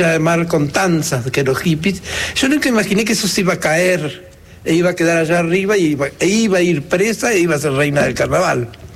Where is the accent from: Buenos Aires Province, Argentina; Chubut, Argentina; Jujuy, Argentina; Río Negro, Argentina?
Río Negro, Argentina; Ingeniero Jacobacci; also born or lived in San Antonio Oeste; Donde no, yo nací en San Antonio, en las Grutas, pero mi padre se mudó a Jacobacci, mi familia. Y allí nevaba, y yo escribía y dibujaba